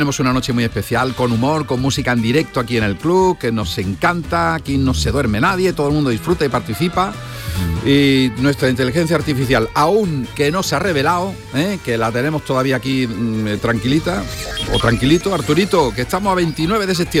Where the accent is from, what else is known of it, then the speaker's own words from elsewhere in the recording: Córdoba, Andalusia, Spain; Los que somos de Córdoba, lo celebramos el 24 de octubre, que es el día de San Rafael.